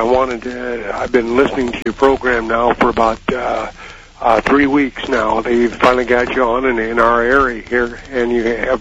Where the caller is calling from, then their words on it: Iowa City, Iowa, United States; calling from the University of Iowa in Iowa City